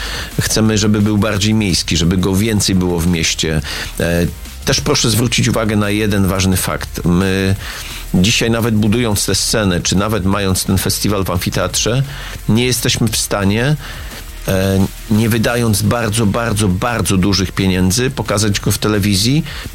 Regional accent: Konin, Greater Poland Voivodeship, Poland; Ja wszędzie, gdzie jeżdżę po Polsce i mówię, że jestem z Konina

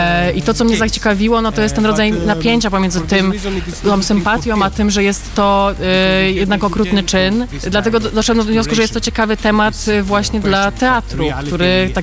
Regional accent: Greece; Polish is a second language; now in Poland; bo no, pochodzę z Grecji i w Grecji jest duży problem ze sprawiedliwością w instytucjach państwowych

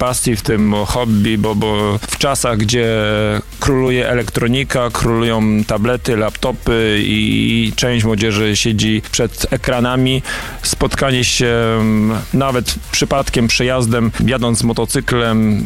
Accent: Słupca, Greater Poland Voivodeship, Poland; Flaga Słupcy i barwy Słupcy i to, że jesteśmy ze Słupcy i z powiatu słupackiego, choć nie tylko

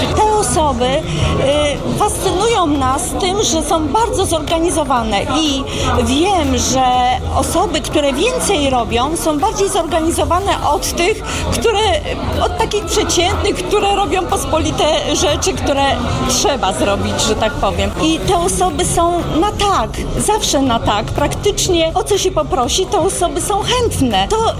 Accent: Białogard, West Pomeranian Voivodeship, Poland; sama organizowałam dwa razy galę u siebie, bo jestem z Białogardu

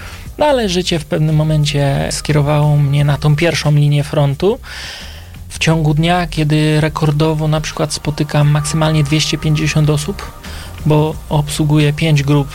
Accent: Kielce, Świętokrzyskie Voivodeship, Poland; No bo daje mi jakiś obcy facet wizytówkę z zamku, a ja jestem z Kielc.

